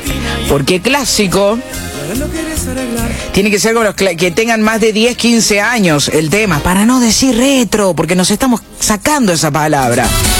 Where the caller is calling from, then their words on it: Benito Juárez, Buenos Aires Province, Argentina; de Benito Juárez, provincia de Buenos Aires.